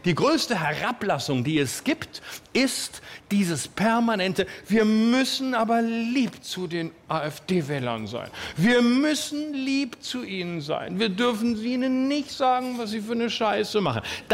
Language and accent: German; West Germany, Germany